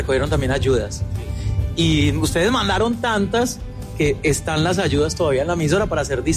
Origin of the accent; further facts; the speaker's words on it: Valle del Cauca, Colombia; nuestro Valle del Cauca y el sol más alegre de Colombia